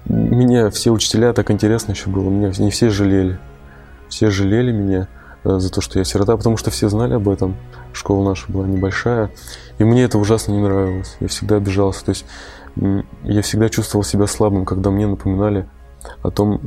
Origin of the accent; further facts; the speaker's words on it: Naberezhnye Chelny, Tatarstan, Russia; born there; also born or lived in Yakutia; в тот момент мы жили в Якутии, сам я вообще из Татарстана, из города Набережной Челны